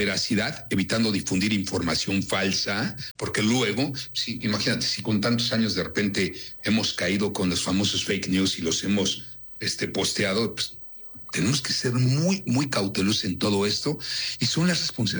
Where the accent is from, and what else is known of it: Mexico